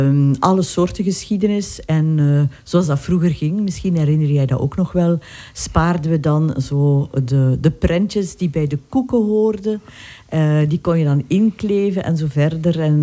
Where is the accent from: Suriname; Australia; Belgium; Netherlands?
Belgium; Lummen, Flanders; now in Herk-de-Stad, Belgium; Ik ben hier ook uit de buurt. Ik ben afkomstig van Lummen. En ik woon in Herk de Stad.